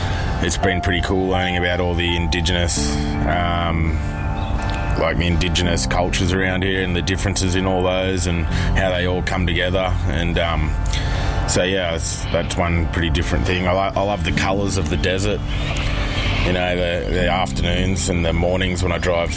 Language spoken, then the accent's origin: English; Maxwell, New South Wales, Australia; born there; moved away; I was born in Maxwell in New South Wales on the East Coast.